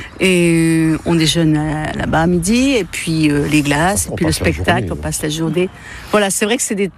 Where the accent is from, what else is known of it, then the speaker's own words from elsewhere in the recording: Custine, Grand Est, France; nous venons de Custine. Nous allons souvent dans les Vosges emmener les petits-enfants.